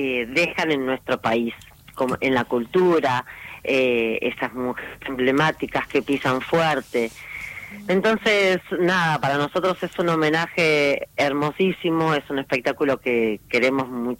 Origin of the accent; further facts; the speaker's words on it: Argentina; somos mujeres, somos argentinas